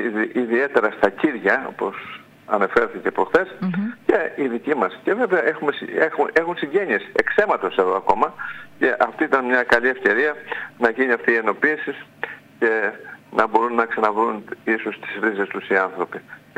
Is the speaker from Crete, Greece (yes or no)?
no; Karlovasi, North Aegean, Greece; born there; εγώ από τα παιδικά μου χρόνια ξέρω, ειδικότερα στο Καρλόβαση